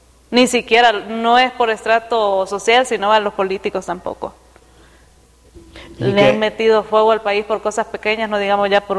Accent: Honduras

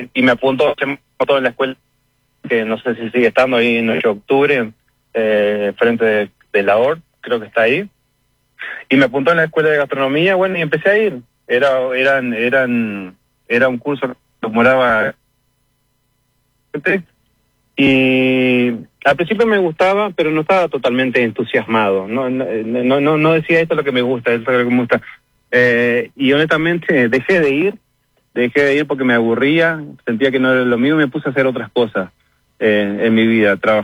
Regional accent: Uruguay; Como todo uruguayo que no se doblega ante nada.

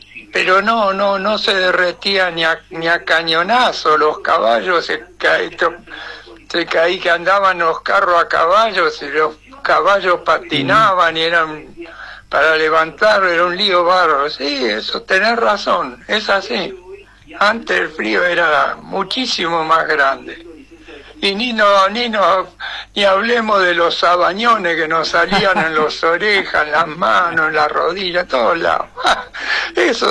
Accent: Bahía Blanca, Buenos Aires Province, Argentina; nací, viví en Bahía Blanca

